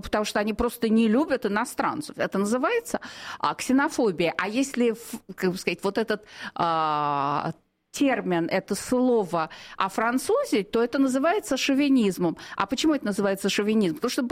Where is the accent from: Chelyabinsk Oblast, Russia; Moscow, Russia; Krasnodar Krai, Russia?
Moscow, Russia; я год, вот как вернулась на родину, в Москву